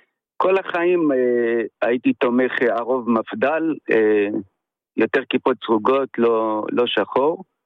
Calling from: Ashkelon, Southern District, Israel; אני מאשקלון.

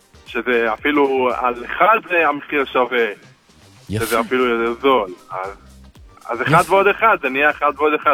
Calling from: Kiryat Gat, Southern District, Israel; אני מקריאת גת.

